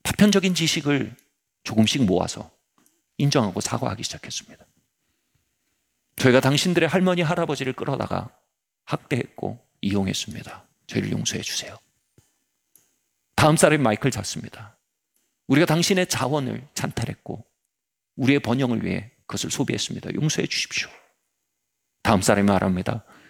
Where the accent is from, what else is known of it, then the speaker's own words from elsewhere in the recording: South Korea; 나는 한국에서 온 대학생입니다.